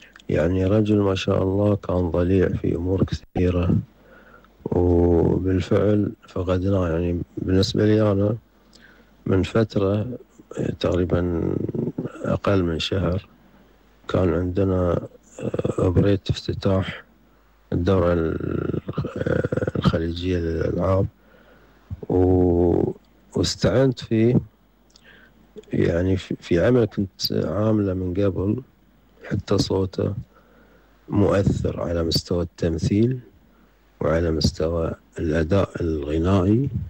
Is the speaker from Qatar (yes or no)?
yes; Qatar